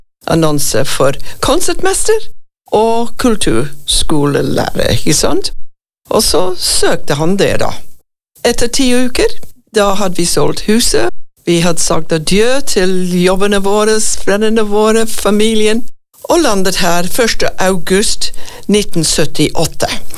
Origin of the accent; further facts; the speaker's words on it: Yorkshire and the Humber, United Kingdom; Norwegian is a second language; moved away as an adult; now in Frei, Norway; Nordøst England, Yorkshire. Selvfølgelig. North Yorkshire.